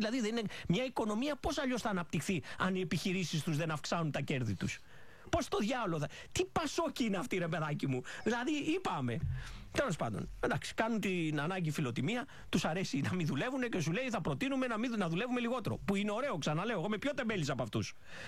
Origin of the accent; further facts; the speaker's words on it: Greece; επειδή είμαστε Έλληνες